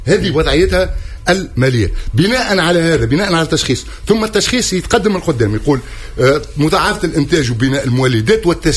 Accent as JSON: {"language": "Arabic", "country": "Tunisia", "said": "احنا كتونسيين"}